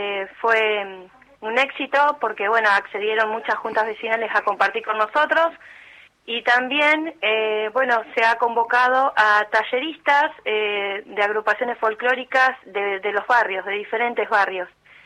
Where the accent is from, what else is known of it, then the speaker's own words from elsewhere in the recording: Argentina; now in Viedma, Argentina; no solamente como argentinos, sino también como cultura local